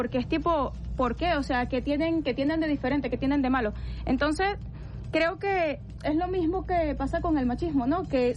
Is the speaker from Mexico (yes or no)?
no; La Guaira, Venezuela; Soy blanca. Pero fui criada en La Guaira. Entonces fui criada por una familia mixta, pues.